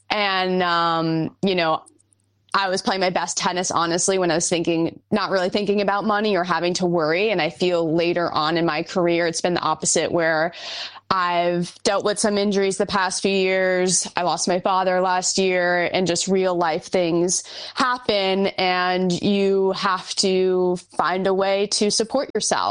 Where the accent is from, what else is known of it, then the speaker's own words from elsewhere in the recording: New York, United States; I've played, fortunately, all four, but I'm from New York, so US Open is a special place to me, just in my backyard.